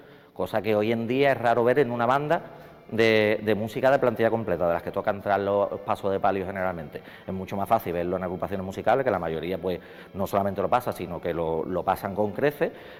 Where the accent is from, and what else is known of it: Cádiz, Andalusia, Spain